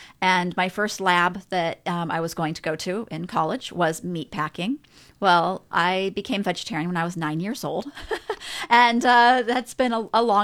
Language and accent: English; Kirkland, Washington, United States; now in Olympic Peninsula, United States; So Western Washington. I grew up in Juanita, Kirkland area and moved over here in 99.